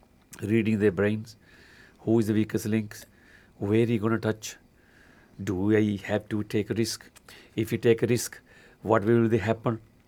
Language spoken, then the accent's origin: English; India; accent: Indian; now in Black Country, United Kingdom; I go Indian accent.